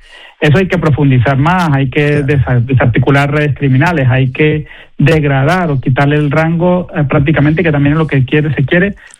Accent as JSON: {"language": "Spanish", "country": "Venezuela", "moved": "yes", "lives_now": "Basque Country, Spain", "said": "esto nos afecta como venezolanos"}